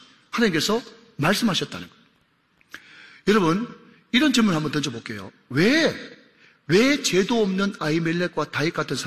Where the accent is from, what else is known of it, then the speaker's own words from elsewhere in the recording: South Korea; 저도 한국 사람이지만